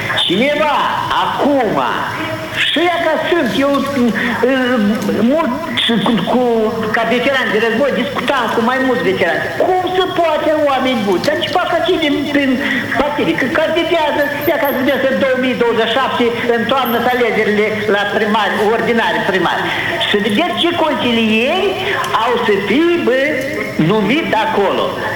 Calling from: Cimișlia, Cimișlia District, Moldova; de la Cimeșlia, îmi aduc aminte că am luat parte în 89-90 la Mișcarea de Eliberare Națională

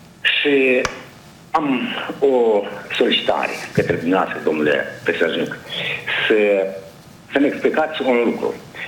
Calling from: Căușeni, Căușeni District, Moldova; de la Căușeni.

